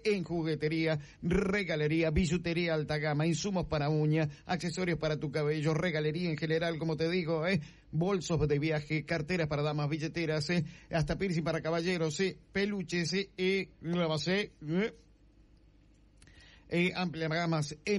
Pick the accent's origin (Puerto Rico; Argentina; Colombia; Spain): Argentina